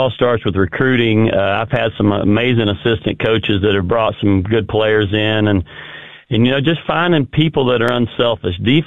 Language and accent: English; Fairview, United States; I grew up in Fairview, a great community, and my dad and he was so big in athletics there